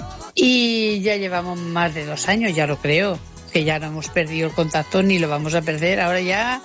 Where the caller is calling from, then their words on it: Sabadell, Catalonia, Spain; de Sabadell